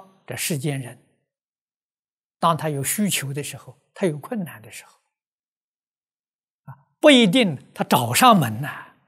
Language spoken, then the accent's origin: Chinese; China; 我们中国人常讲合情合理合法。